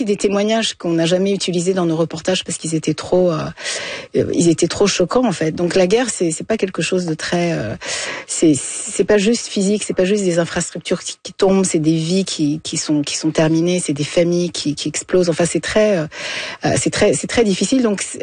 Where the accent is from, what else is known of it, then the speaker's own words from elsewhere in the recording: Montreal, Quebec, Canada; adoptant une nouvelle culture, comme au Canada, au Québec, à Montréal. J'ai grandi à Montréal.